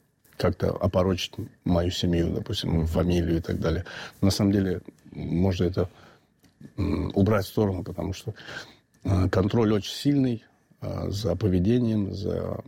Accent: Chechnya, Russia; потому что я чеченец.

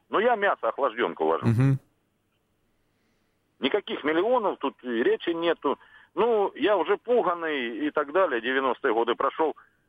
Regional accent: Don, Russia; Честно сказать, я казак донской.

